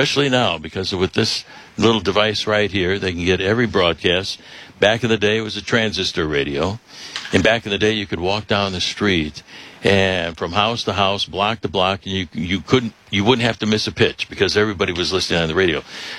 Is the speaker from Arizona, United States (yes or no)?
no; Chicago, Illinois, United States; now in Seattle, United States; I grew up in Chicago, but Seattle has been my home, you know, for 41 seasons.